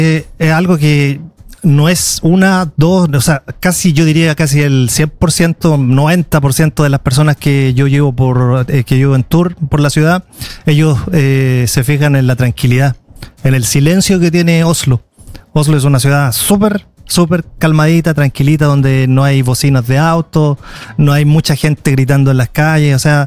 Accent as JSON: {"language": "Spanish", "country": "Chile", "moved": "yes", "lives_now": "Iceland", "said": "personas como yo que me fui desde Chile a Islandia, donde no hablan mi idioma. Entonces yo tuve la oportunidad de en casa seguir hablando español tal cual como yo lo hablaba en Chile"}